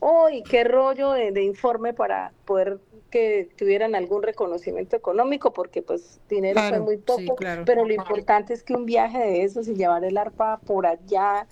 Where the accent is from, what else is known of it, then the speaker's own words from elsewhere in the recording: Llanos Orientales, Colombia; Yo también me puse el mío porque somos llaneras.